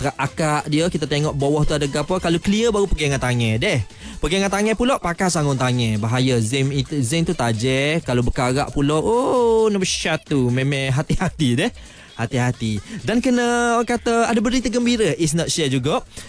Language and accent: Malay; Kelantan, Malaysia; Dan kita sebagai orang Kelantan